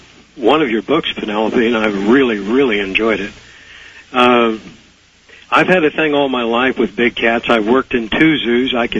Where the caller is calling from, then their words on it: California, United States; calling from the Northern Sierra.